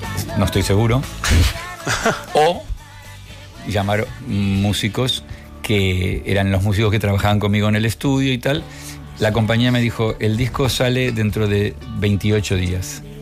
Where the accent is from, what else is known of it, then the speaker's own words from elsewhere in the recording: Region of Murcia, Spain; yo decía, pero si soy de Murcia. ¿Dónde está?